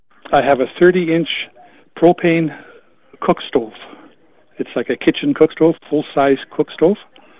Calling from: Alonsa, Manitoba, Canada; I'm calling from the Alonza area.

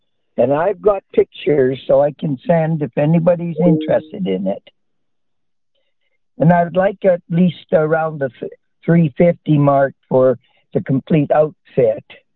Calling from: Stonewall, Manitoba, Canada; From Stonewall, Manitoba.

